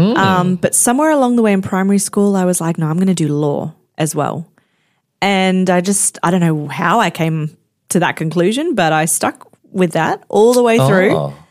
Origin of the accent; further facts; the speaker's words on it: Queensland, Australia; I grew up in Queensland